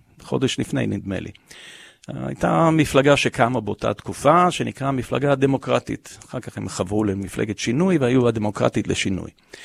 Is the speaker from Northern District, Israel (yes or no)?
no; Ashkelon, Southern District, Israel; born there; also born or lived in Southern United States; 55 שנה לעלייה שלנו לארץ, מהר מאוד, אני גדלתי באשקלון